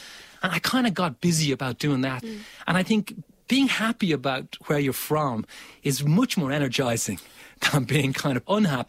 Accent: Ireland; I think I would love to feel good about being Irish and not to feel sad about being Irish anymore.

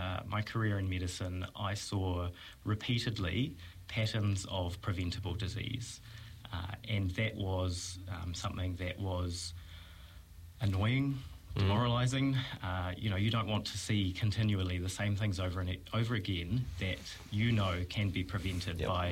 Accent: Wairoa, Hawke's Bay, New Zealand; So I grew up in Wairoa, spent my childhood there.

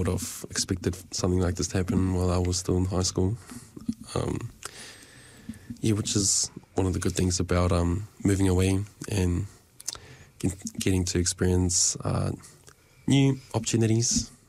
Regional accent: Tauranga, Bay of Plenty, New Zealand; also born or lived in Opotiki; So I was like, we lived in Tauranga growing up. So I was like, we went to school in Tauranga

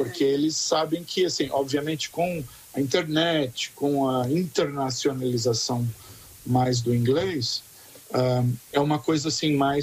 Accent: Brazil; Ou seja, eu como brasileiro estava treinando professores kiwis.

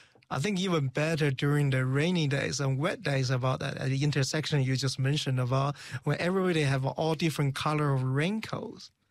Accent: Beijing, China; now in New Zealand; Grew up in, born and bred in Beijing, north of China, capital city

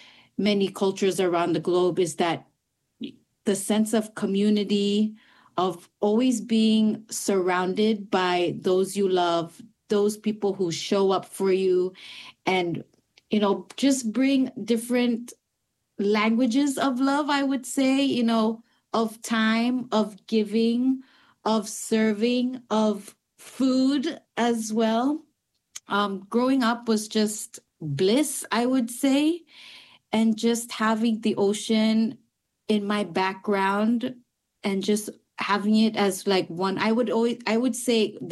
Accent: Micronesia; also born or lived in Pohnpei; a lot of my upbringing was, which was in Micronesia. I was born in Pohnpei, but growing up, I island hopped to different islands.

